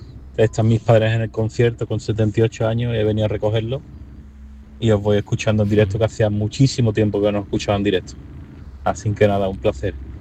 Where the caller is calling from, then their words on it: Seville, Andalusia, Spain; Buenas noches … de Sevilla.